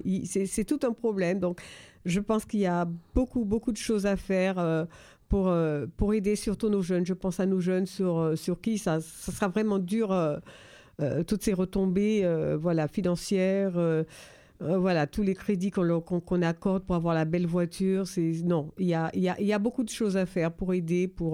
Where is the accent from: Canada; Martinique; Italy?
Martinique; chez nous en Martinique.